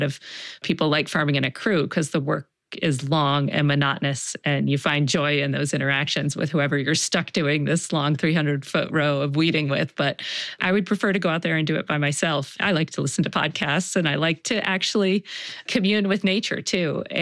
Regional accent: Baltimore, Maryland, United States; You know, I'm from Baltimore and it's like, oh gosh, who's that famous poet that's...

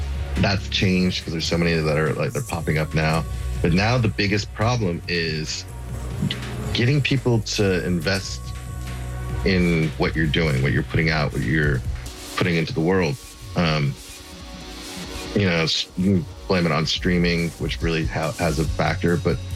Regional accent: Oakland, California, United States; I'm from Oakland, California. I started the label about 5 years ago.

